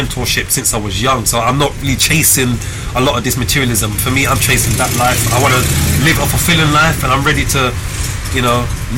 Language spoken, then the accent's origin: English; London, United Kingdom; growing up in East London on the street, you kind of, I've seen it all, done it all.